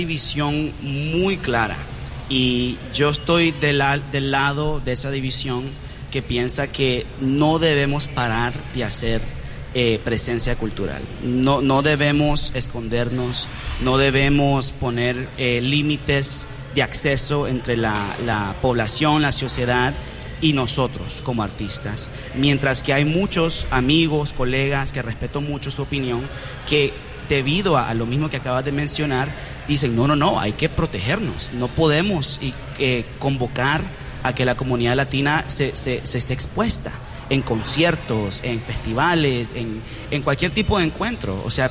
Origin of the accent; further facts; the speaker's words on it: Nicaragua; porque soy nicaragüense y en Nicaragua desaparecen gente por eso.